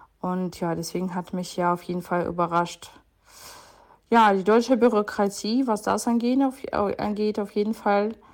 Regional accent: Dnipro, Dnipropetrovsk Oblast, Ukraine; German is a second language; now in Germany; Also ich komme aus der Ukraine, aus Dnipro. Und das erste Mal bin ich 2022 nach Deutschland gezogen.

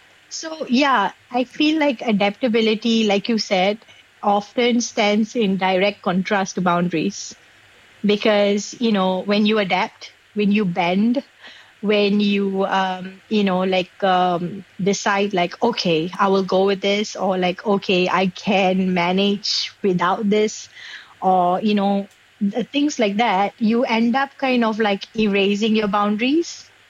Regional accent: Singapore; I grew up in Singapore and, you know, we Singaporeans struggle with tradition and progression and modernity.

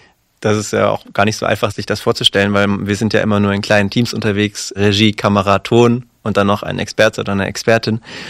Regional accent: Stuttgart, Baden-Württemberg, Germany; Ich komme ja aus Stuttgart.

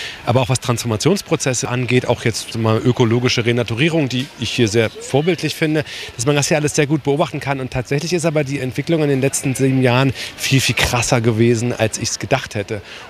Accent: Saxony-Anhalt, Germany; born there; Also ich bin auch im Bezirk Magdeburg geboren und habe auch einen Bezug zu Sachsen-Anhalt, aber ich hätte nicht gesagt, dass das hier meine Heimat ist

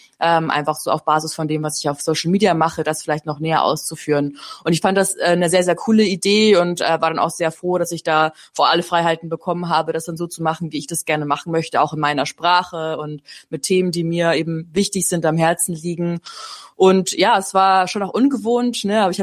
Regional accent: Bavaria, Germany; Ich komme ursprünglich aus Bayern.

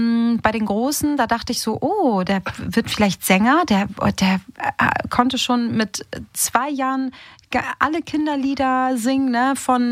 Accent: Hamburg, Germany; Hamburger Mädchen mit italienischen Wurzeln. Meine Eltern sind Italiener. Genau, ich bin aber geboren und aufgewachsen in Hamburg.

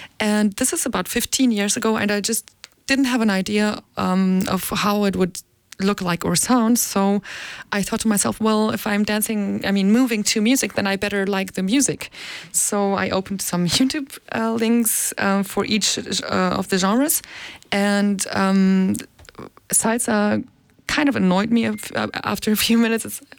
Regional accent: Hamburg, Germany; born there; English is a second language; also born or lived in Transylvania, Romania; So I speak Romanian with my dad, who's Hungarian. I used to speak Hungarian with him until I was about 6 years old, because we moved from Transylvania to Germany, to Hamburg.

